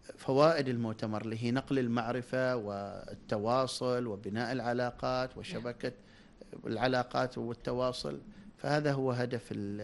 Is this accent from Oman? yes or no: yes; Oman; موجود عندنا في سلطنة عمان